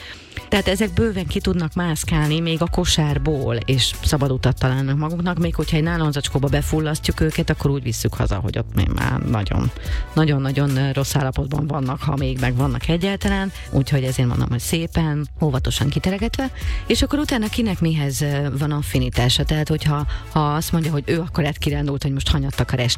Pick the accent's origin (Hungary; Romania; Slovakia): Hungary; ha már magyarok vagyunk